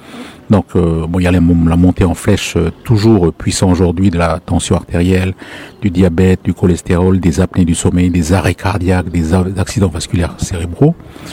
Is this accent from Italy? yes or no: no; Lifou, Loyalty Islands Province, New Caledonia; Donc nous sommes des Mélanésiens. Moi, je suis Mélanésien d'origine de l'Ifou.